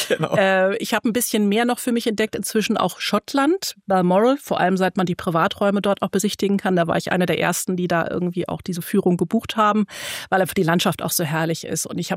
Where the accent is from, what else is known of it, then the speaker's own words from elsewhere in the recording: Berlin, Germany; born there; Also wenn man mal ganz weit zurückgeht, bin ich geborene Berlinerin, keine Hamburgerin.